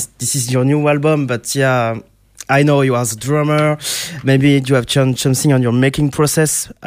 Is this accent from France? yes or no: yes; France; English is a second language; it's really cool to come in France, finally. So it's really cool. Thank you so much for coming to my country.